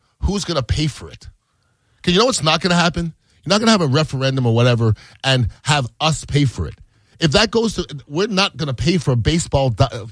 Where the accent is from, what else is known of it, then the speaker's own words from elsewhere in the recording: Montreal, Quebec, Canada; now in Tampa, United States; I'm from Montreal